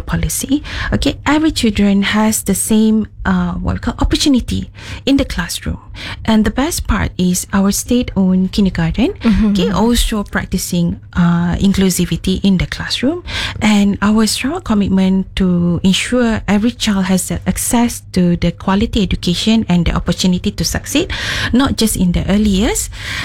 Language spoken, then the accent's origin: English; Sarawak, Malaysia; they ask me, where are you from? I said, oh, I'm from Sarawak.